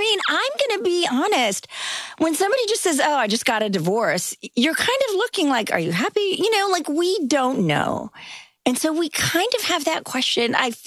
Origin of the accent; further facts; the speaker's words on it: India; born there; I was born in India.